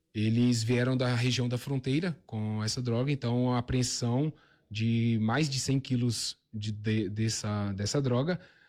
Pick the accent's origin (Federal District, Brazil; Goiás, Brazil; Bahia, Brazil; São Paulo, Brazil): Federal District, Brazil; Brasília; also born or lived in Porto Alegre; now in Soledade, Brazil; sou natural de Brasília, atuava na capital, Porto Alegre